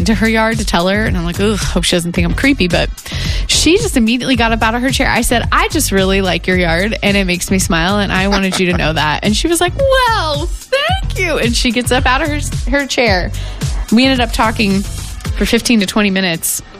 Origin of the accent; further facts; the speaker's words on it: Sullivan, Indiana, United States; moved away; it was Sullivan about 20 miles south of Terre Haute.